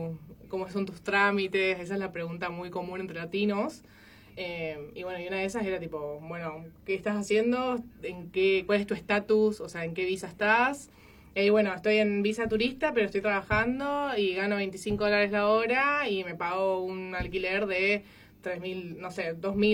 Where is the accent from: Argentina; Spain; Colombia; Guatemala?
Argentina